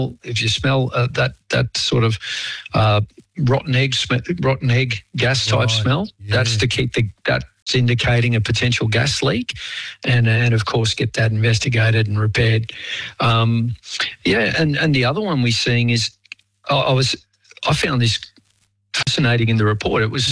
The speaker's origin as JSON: {"language": "English", "town": "Melbourne", "region": "Victoria", "country": "Australia", "tie": "born or raised there", "lives_now": "Queensland, Australia", "said": "I mean, I grew up in Melbourne and had an electric blanket. Queensland, where I am now, doesn't get cold enough really"}